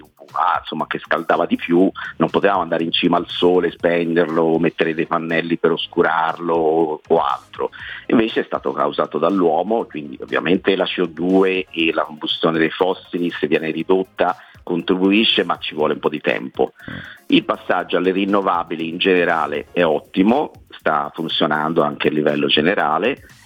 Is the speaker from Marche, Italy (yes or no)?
no; Florence, Tuscany, Italy; perché poi sono fiorentino